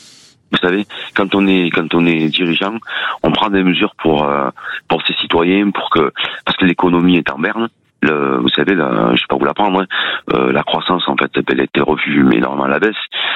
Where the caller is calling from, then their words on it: Nîmes, Occitanie, France; je suis de Nîmes.